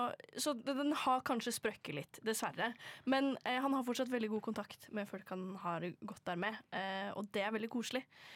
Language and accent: Norwegian; Valdres, Innlandet, Norway; Jeg er jo fra Valdres